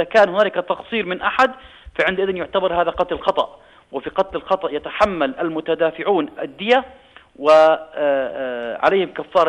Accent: Jordan; في بلدنا الأردن

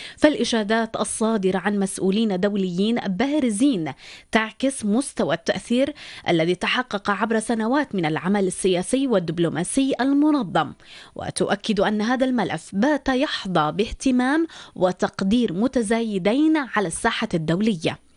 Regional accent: Jordan; وهذا يتطلب منا كأردنيين أن نواصل العمل الدؤوب على جبهات متعددة.

